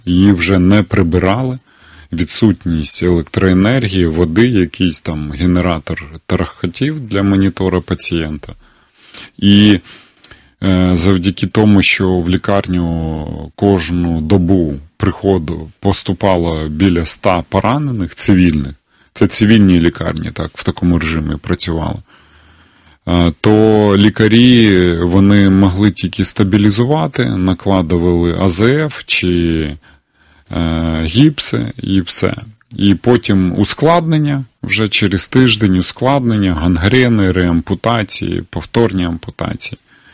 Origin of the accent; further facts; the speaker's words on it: Kyiv, Ukraine; Ось, а я сам з Києва, чому в Києві нема?